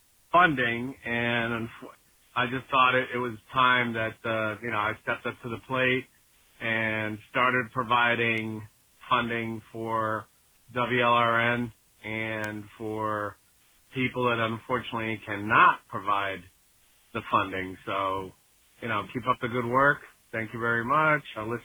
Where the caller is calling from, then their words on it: Miami, Florida, United States; I'm calling from Miami, Florida.